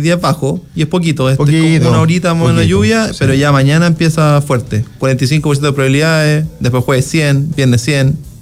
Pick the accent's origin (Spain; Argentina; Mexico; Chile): Chile; y me sumo, como buen chileno, de repente dejamos las cosas a última hora